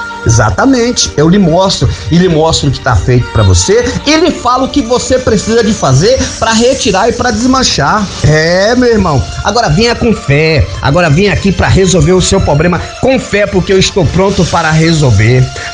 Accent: Northeast Region, Brazil; dá uma doença que na minha terra, na minha região, no Nordeste, a amigo, não me leve a mal. É verdade que no Nordeste nós chamamos de quebrante.

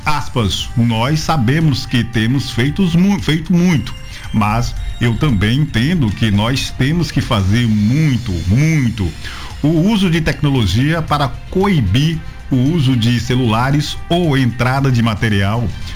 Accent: Brazil; Nós somos brasileiros

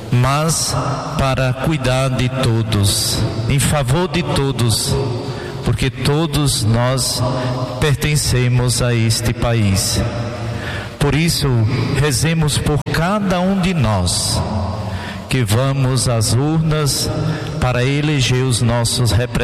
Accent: Brazil

